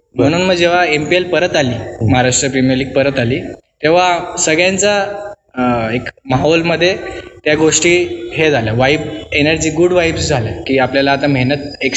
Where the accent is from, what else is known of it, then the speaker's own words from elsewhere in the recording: Sherpur, Maharashtra, India; जेव्हा मी लहान होतो ना तेव्हा आधी व्हायची तर त्या ज्या मॅचेस होत्या त्या आमच्या गाव शेरपूरला आहे झाल्या होत्या.